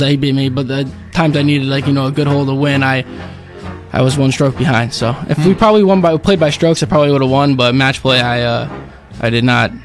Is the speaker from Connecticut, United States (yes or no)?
yes; Brooklyn, Connecticut, United States; Right in my hometown.